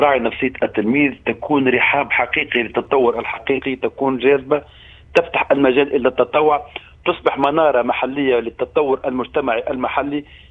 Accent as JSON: {"language": "Arabic", "country": "Tunisia"}